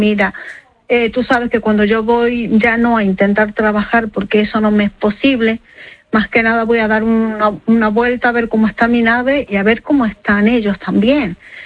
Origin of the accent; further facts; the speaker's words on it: Argentina; now in Ceuta, Spain; yo soy migrante, ¿vale? Yo soy argentina, llevo 20 años en España.